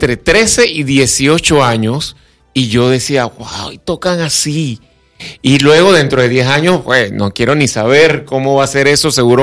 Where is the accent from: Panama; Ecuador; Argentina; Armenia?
Panama; Como buenos panameños estamos acostumbrados a eso.